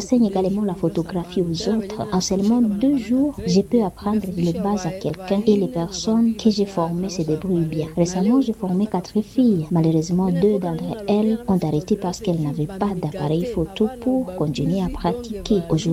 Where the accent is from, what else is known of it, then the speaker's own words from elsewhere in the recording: Mutwanga, North Kivu, DR Congo; Je suis un déplacé venu de Mutuanga. Lorsque j'ai quitté Mutuanga, j'ai pensé que je n'allais pas trouver des clients ici.